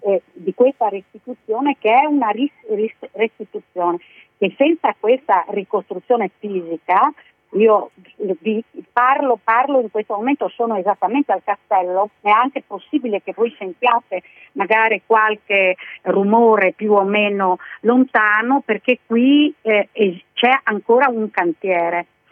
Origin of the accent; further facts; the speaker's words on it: Friuli-Venezia Giulia, Italy; di muradors, come giustamente si dice dalle nostre parti